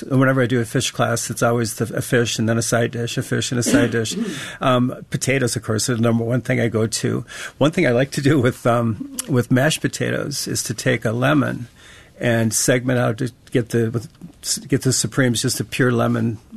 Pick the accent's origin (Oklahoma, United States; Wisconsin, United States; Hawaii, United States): Wisconsin, United States; Marshfield; also born or lived in Madison / Colorado; Growing up in central Wisconsin, we didn't have fish boils. There's always fish fries growing up in Marshfield. Come to Madison, move out to Colorado, come back here, decide to go to culinary school.